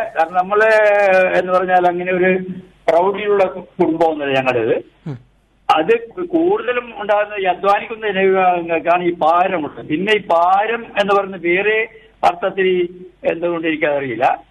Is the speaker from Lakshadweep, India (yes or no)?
yes; Amini, Lakshadweep, India; born there; ഞാൻ കല്ലക്കിയക്കല്ല് പുറാക്കര എന്നുള്ള ശേരിയില് കല്ലക്കിയക്കൽ എന്ന വീട്ടിലാണ് ഞാൻ ജനിച്ചത്.